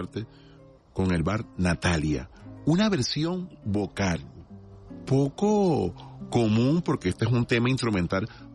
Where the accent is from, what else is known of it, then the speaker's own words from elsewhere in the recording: Venezuela; qué nos espera a nosotros como venezolanos.